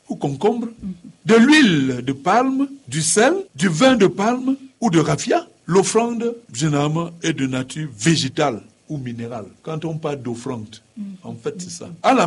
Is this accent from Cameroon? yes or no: yes; Cameroon; moved away; also born or lived in Bafou; Parce que chez nous, dans le Nord, on n'a pas des affaires comme ça.